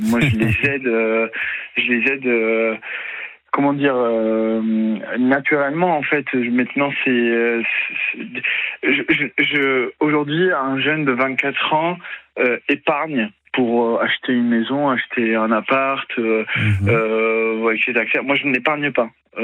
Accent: Morocco; Vous savez, quand on est marocain, en fait, ma mère, elle me dit que Dieu te protège. Parce qu'on est très croyants, on est musulmans, on est donc la religion fait partie vraiment de notre vie quotidienne.

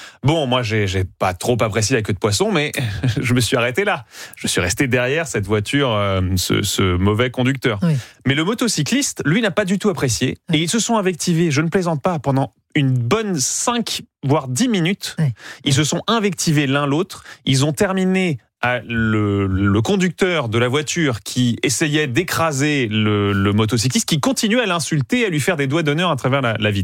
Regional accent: Quebec, Canada; moved away as an adult; also born or lived in Toulouse; now in France; j'ai grandi au Québec. Mmh. Et le Québec est une société très apaisée. Et en grandissant là-bas, je suis rentré pour faire mes études de droit en France, à Toulouse

